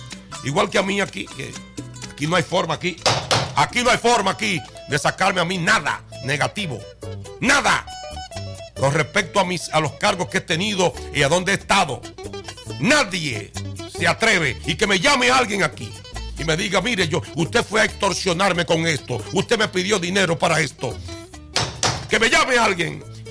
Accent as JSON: {"language": "Spanish", "town": "Mao", "region": "Valverde", "country": "Dominican Republic", "said": "Duré 20 años en el ayuntamiento de aquí de Mao"}